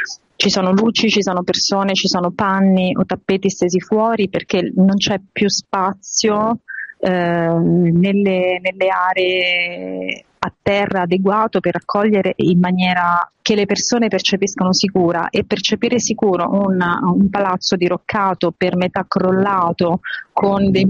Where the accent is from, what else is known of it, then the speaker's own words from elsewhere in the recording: Marche, Italy; Io sono marchigiana, sono in un territorio che è abbastanza piegato dal terremoto